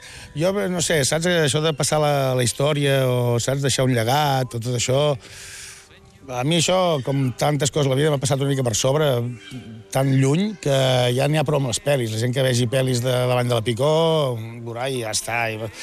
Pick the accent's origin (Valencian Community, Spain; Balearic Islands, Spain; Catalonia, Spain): Catalonia, Spain; Vilanova i la Geltrú; la meva infància al barri de Sant Joan d'aquí a Vilanova sí que la recordo com una cosa curiosa